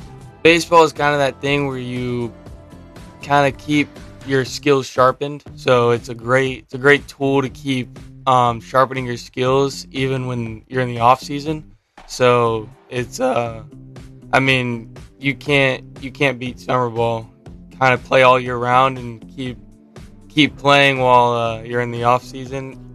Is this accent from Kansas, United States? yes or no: no; Vero Beach, Florida, United States; moved away; I'm from Vero Beach, Florida.